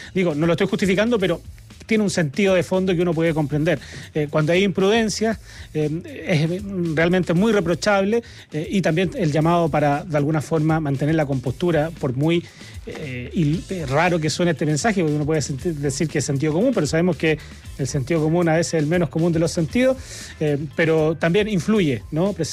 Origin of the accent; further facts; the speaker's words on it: Maule, Chile; Es que yo soy del Maule. Soy del Maule